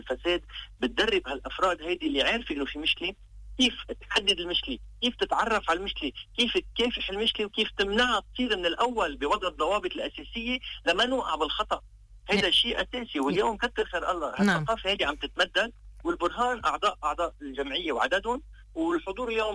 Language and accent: Arabic; Lebanon; نحن بلبنان لبنانيه